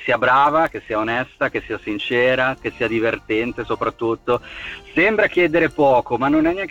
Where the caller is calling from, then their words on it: Ticino, Switzerland; sono anche del Luganese